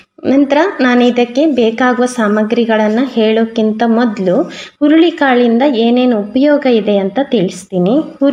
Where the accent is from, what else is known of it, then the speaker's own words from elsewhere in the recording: Udupi district, Karnataka, India; ನಾನು ಮೂಲತಃ ಉಡುಪಿ ಜಿಲ್ಲೆಯವಳು.